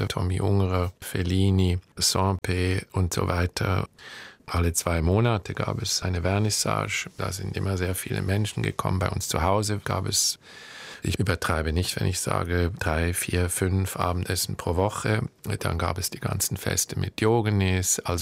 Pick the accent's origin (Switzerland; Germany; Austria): Switzerland; Zurich; moved away as an adult; also born or lived in Los Angeles, California; was man typischerweise als Schweizer Kind oder als Zürcher Kind in meinem Quartier gesehen hat.